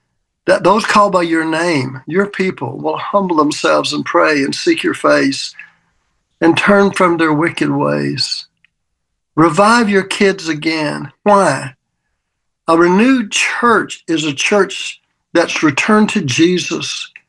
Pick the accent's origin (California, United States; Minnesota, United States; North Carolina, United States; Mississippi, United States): Mississippi, United States; I mean, I grew up in the Mississippi in the era of total racism. Fought it as even a young teenager.